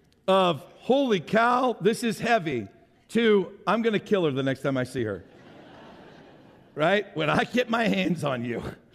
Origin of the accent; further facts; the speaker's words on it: St. Louis, Missouri, United States; my hometown of St. Louis.